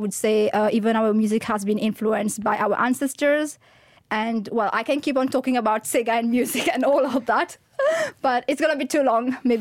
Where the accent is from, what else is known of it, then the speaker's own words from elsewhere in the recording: Mauritius; now in Luxembourg; that love for my home country